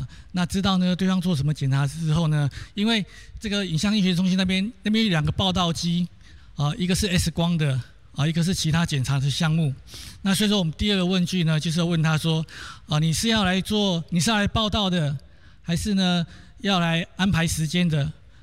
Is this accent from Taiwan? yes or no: yes; Taoyuan, Taiwan; 那我来自桃园